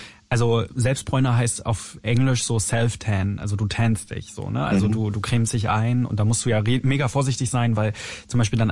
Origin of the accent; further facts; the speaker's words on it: Berlin, Germany; ich komme ja aus Berlin